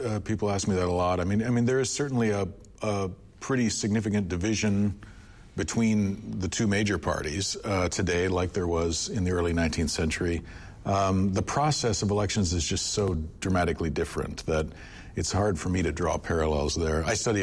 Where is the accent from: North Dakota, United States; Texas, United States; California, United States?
North Dakota, United States; But a lot of people probably already know that I grew up in North Dakota. So, I mean, the winter is whatever.